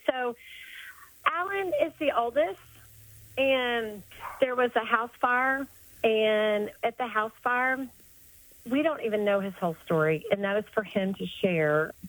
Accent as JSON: {"language": "English", "town": "Johnson City", "region": "Tennessee", "country": "United States", "tie": "born or raised there", "moved": "yes", "lives_now": "North Carolina, United States", "said": "I grew up in Johnson City, Tennessee, and went to Tri-Cities Christian, went to Boone Trail Baptist Church"}